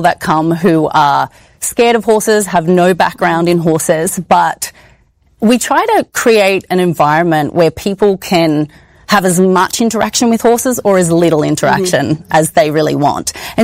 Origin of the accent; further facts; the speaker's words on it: Australia; I grew up in Australia and my family breeds and trains horses.